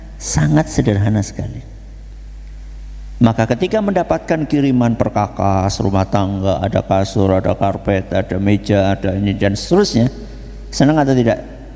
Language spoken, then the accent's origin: Indonesian; Java, Indonesia; apalagi kita ini orang Jawa.